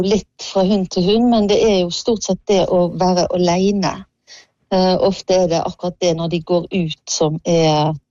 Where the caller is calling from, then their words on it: Tysnes, Vestland, Norway; Nei, jeg kommer fra Sunnhordland på Vestlandet, Tysnes.